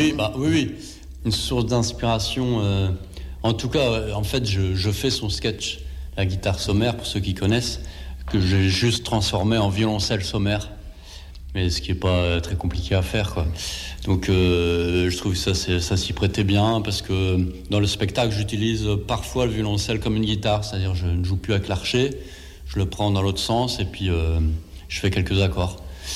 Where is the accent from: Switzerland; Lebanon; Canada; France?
France; Roubaix, Hauts-de-France; also born or lived in Lille; Moi, je viens de Lille.